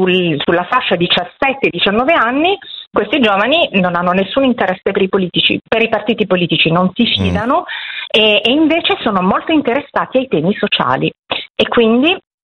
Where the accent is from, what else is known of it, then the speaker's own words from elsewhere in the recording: Matera, Basilicata, Italy; also born or lived in Milan; No, io sono materana, ma mio marito è lombardo.